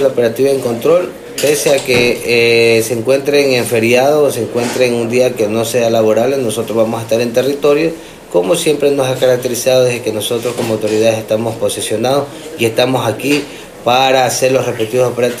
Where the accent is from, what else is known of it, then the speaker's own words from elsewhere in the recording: Quevedo, Los Ríos, Ecuador; mi ciudad Quevedo, que me ha visto crecer, me ha visto nacer